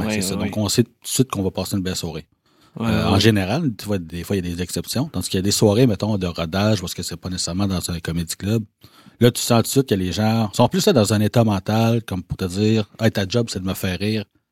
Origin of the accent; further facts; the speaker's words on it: Val-d'Or, Quebec, Canada; Tu sais, moi, je viens de Val-d'Or. Fait que j'ai principalement grandi à Val-d'Or. J'ai tout le temps été en famille d'accueil dans cette ville-là ou presque.